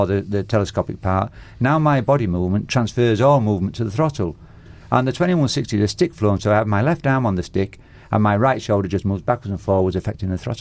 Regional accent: Leeds, Yorkshire and the Humber, United Kingdom; I went back to my hometown in Leeds, which is in Yorkshire in the north of England

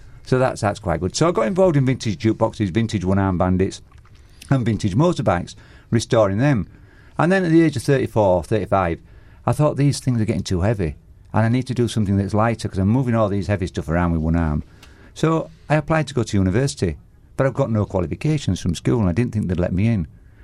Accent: Leeds, Yorkshire and the Humber, United Kingdom; I went back to my hometown in Leeds, which is in Yorkshire in the north of England

